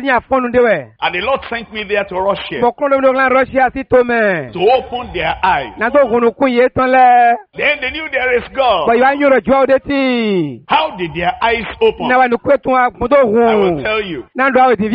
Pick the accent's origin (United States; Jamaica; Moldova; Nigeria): Nigeria; Because I came from Nigeria, Africa.